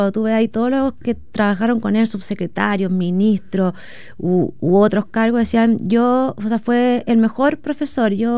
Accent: Chile

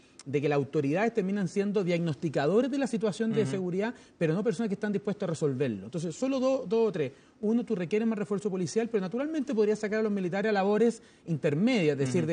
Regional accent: San Bernardo, Santiago Metropolitan Region, Chile; Yo soy de San Bernardo

